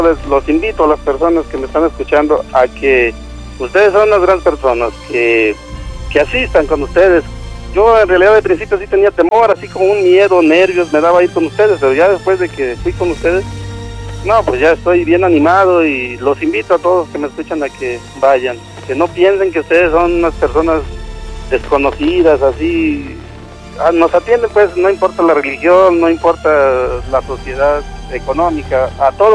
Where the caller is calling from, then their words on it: Tonalá, Jalisco, Mexico; De aquí de Santa Paula, municipio de Tonalá.